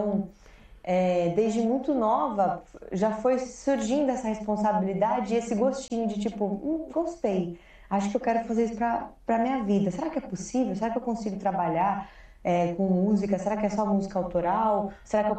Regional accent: Sorocaba, São Paulo, Brazil; Eu sou de Sorocaba, natural de Sorocaba.

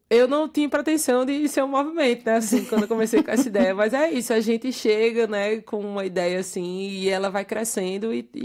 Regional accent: Northeast Region, Brazil

